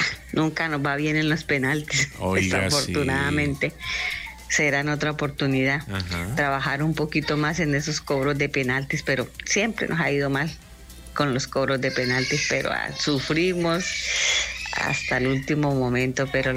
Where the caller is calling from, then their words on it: Colombia; nuestra Colombia linda y hermosa.